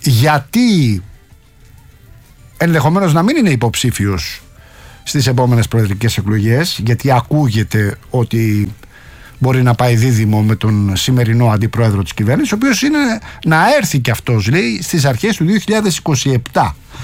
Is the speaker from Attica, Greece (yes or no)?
yes; Rafina, Attica, Greece; 19 και στην πατρίδα μου στη Ραφίνα, εδώ σε εμάς 18 με 19 βαθμούς Κελσίου.